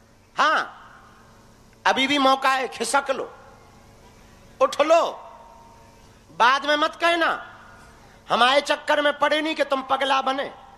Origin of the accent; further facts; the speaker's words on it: Madhya Pradesh, India; जिस गांव में हमारा जन्म हुआ, जिस गांव में यहां पर बाबागिरी हम कर रहे, इसी गांव में हमने भीख मांगी, इसी गांव में घर घर हमने आटा मांगा